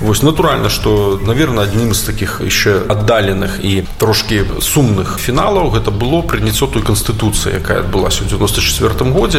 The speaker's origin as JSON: {"language": "Russian", "country": "Belarus", "said": "якую мы, белорусы, так само со своего боку, со своей позиции, повинны были бы написать"}